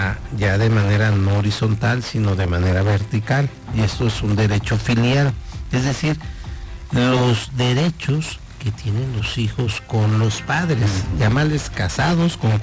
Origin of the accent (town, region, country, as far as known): Mexico